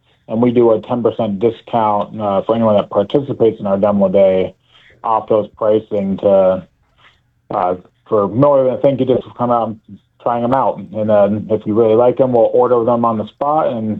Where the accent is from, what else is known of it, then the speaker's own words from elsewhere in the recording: Massachusetts, United States; moved away as an adult; also born or lived in Orlando / Oregon; now in Tucson, United States; I never was out west, and I grew up in Massachusetts